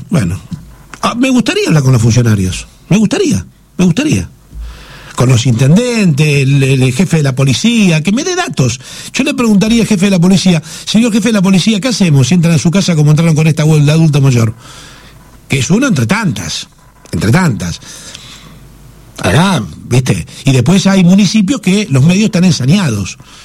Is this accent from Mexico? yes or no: no; Argentina